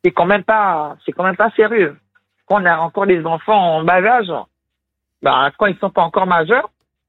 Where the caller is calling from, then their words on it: Nouvelle-Aquitaine, France; Quand je leur dis que je suis en Gironde